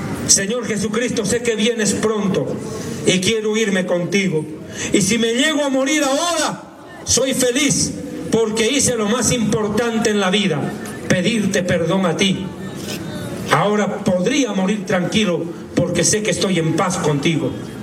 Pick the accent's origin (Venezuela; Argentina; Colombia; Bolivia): Bolivia; Yo ya había predicado en mi país, prácticamente toda Bolivia yo ya había predicado.